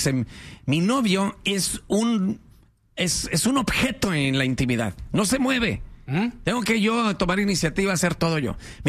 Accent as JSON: {"language": "Spanish", "country": "Mexico", "lives_now": "United States", "said": "Yo soy de México, yo no soy de Estados Unidos."}